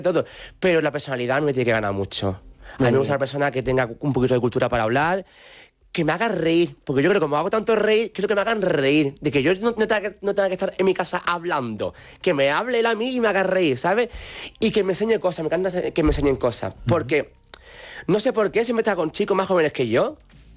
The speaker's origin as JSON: {"language": "Spanish", "region": "Andalusia", "country": "Spain", "said": "Siendo andaluz no me gusta."}